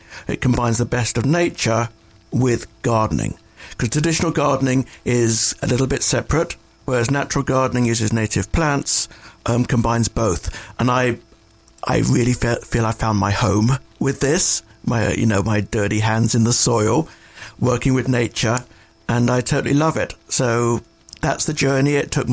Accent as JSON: {"language": "English", "region": "England", "country": "United Kingdom", "tie": "born or raised there", "moved": "yes", "said": "As a child growing up in England, I loved nature."}